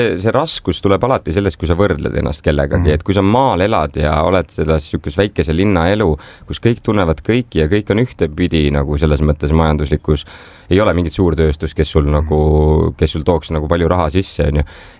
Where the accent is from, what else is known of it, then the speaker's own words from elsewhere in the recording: Mõisaküla, Viljandi County, Estonia; born there; mina olen, kui Elina on Eesti suurimast linnast, siis mina sel ajal olin Eesti kõige väiksemast linnast.